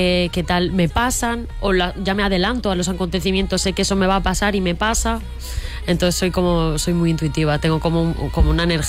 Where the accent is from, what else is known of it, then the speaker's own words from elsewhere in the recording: Zaragoza, Aragon, Spain; born there; tengo sangre de andaluza porque mi abuela materna es de Andalucía y pues luego yo nací en Zaragoza.